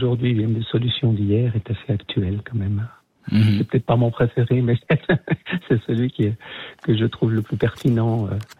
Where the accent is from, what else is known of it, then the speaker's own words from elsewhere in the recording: Vaud, Switzerland; Les vaudoiseries, puisque je suis vaudois d'origine.